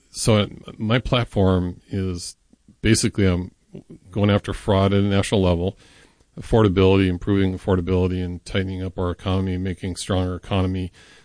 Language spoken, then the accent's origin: English; Montana, United States; also born or lived in North Dakota; now in Minnesota, United States; I grew up in Montana, North Dakota, and came to Minnesota, fell in love with the state, and raised three children here.